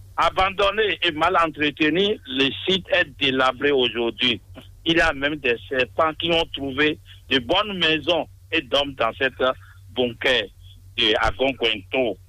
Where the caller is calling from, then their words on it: Cotonou, Littoral, Benin; Je vous appelle de Cotonou, Misebo, 5e arrondisseme